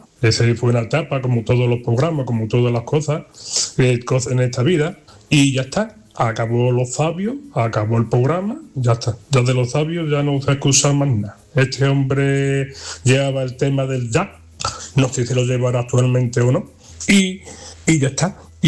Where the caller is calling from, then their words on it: Brenes, Andalusia, Spain; Muy buenas madrugadas … de Brenes.